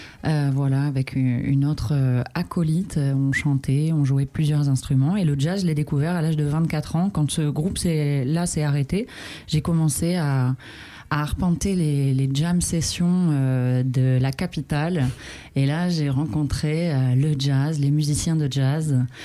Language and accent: French; Sète, Occitanie, France; je suis originaire de Sète.